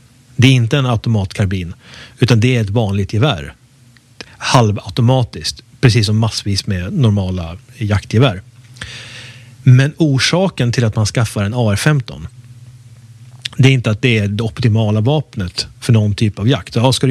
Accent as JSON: {"language": "Swedish", "country": "Sweden", "said": "Som svensk så har man sett det en miljon gånger i Hollywoodfilmer och så vidare."}